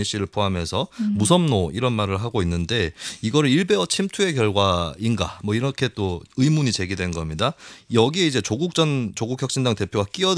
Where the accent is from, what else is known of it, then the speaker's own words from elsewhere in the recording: Gyeongsang, South Korea; 제가 경상도 출신인데요.